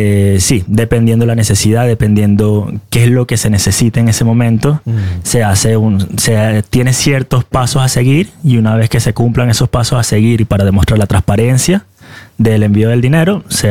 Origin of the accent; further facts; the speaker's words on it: Venezuela; now in Norway; muy fuerte como venezolano